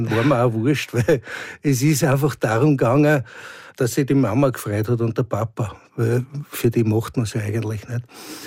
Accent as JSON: {"language": "German", "town": "Bad Gastein", "region": "Salzburg", "country": "Austria", "tie": "born or raised there", "said": "Ich bin am Land aufgewachsen, in Gastein"}